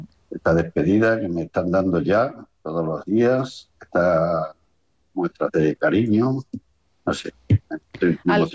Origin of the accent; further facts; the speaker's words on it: Cáceres, Extremadura, Spain; moved away as an adult; now in Miguelturra, Spain; voy a seguir viviendo aquí en el pueblo, aunque yo soy de Cáceres y tengo una casa en un pueblo de Cáceres que se llama Casa Tejada